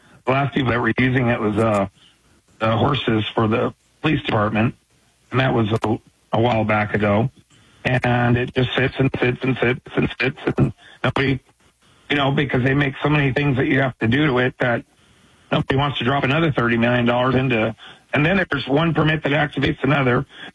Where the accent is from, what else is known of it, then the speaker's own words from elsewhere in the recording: Portland, Oregon, United States; born there; I love Portland. I was born in the West Hills, and of course, I want to give my life and my spirit back to Portland where I was born